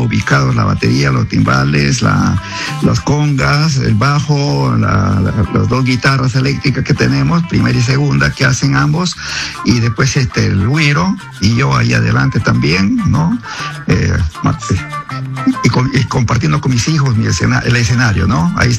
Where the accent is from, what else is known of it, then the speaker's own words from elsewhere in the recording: Moyobamba, San Martín, Peru; Porque nosotros en realidad no solamente a mi tierra, Moyobamba, que es el corazón de la selva